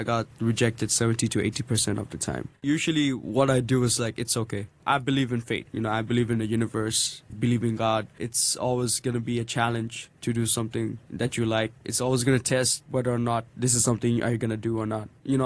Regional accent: Bangladesh; I don't know much about my home country, Bangladesh

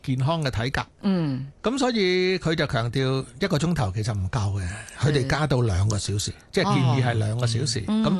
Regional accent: Sai Wan, Hong Kong; 譬如我小时候呢，我就在西环那边长大啦，咁呢我们那个年代呢就会自己落街玩的嘛。

